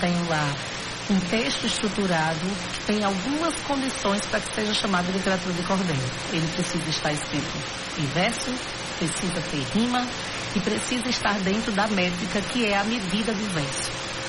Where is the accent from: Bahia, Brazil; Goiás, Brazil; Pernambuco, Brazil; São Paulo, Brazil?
Pernambuco, Brazil; Recife; born there; Eu sou de Recife, nasci em Recife, mas a minha família toda é do sertão do Pajeú.